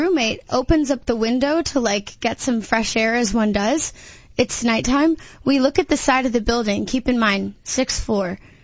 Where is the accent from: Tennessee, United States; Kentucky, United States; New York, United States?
New York, United States; accent: New York; the thickest New York accent I could to see if he would, like, trust me better. I don't know. I'm from New York.